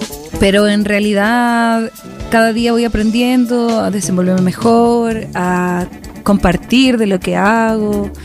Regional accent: Atacama, Chile; also born or lived in Calama; now in San José de Maipo, Chile; Yo siempre digo que soy nortina porque nací en la segunda región, nací en Calama, pero viví casi toda mi vida en Atacama. Entonces me siento muy de Atacama. Y también hay una parte mía que está en la otra parte, o sea, en el otro lado del norte, pero sí, atacameña.

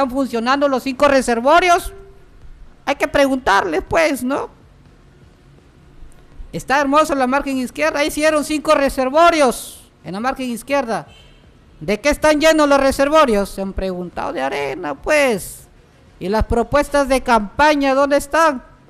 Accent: Piura, Peru; somos todos los piuranos

